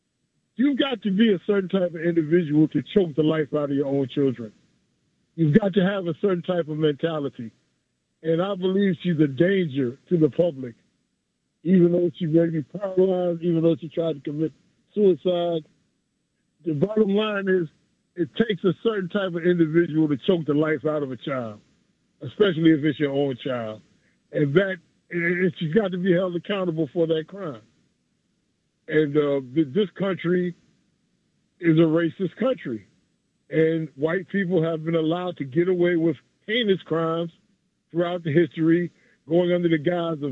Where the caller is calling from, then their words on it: New York City, New York, United States; It's from Jamaica, Queens.